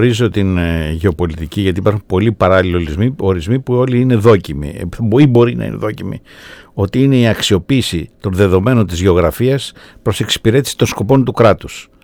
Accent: Greece; εγώ είμαι εκ της Νοτιού Ελλάδος, μόνο ότι όπως οι περισσότεροι χωρίζεις και από τη Βόρειο και από την εκτός των ορίων Ελλάδα, διότι έχω καταγωγή από την Νήσο Ύμβρο.

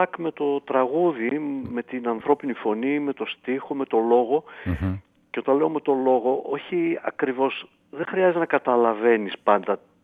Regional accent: Larissa, Thessaly, Greece; moved away as an adult; now in Thessaloniki, Greece; Ναι, γεννήθηκα, μεγάλωσα στη Λάρισα, στο κέντρο της πόλης. Εκεί τέλειωσα και το σχολείο. Και μετά, με αφορμή τις σπουδές στη Γεωπονική εδώ στο Απιθύτα, έφυγα από τη Λάρισα, εγκαταστάθηκα στη Θεσσαλονίκη

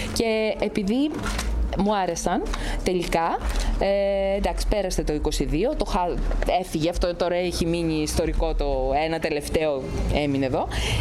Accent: Kallirachi, East Macedonia and Thrace, Greece; πιστεύω ότι θα μπορούσα να δώσω και ένα μικρό λιθαράκι πολιτισμού το χωριό μου, στην πατρίδα μου. Έχει τόσα παιδιά εδώ, έχει 55 στο δημοτικό και άλλα δεν ξέρω πόσα στο επαγγελματικό λύκειο που είναι παράρτημα της Χρυσούπολης, που έχουμε εδώ στην Καλλιράχη

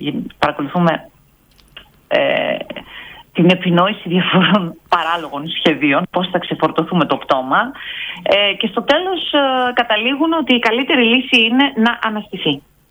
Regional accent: Veria, Central Macedonia, Greece; Εγώ κατάγομαι από τη Βέρεια.

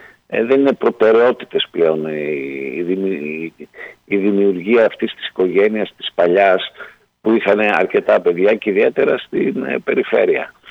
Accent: Greece; σαν Έλληνες

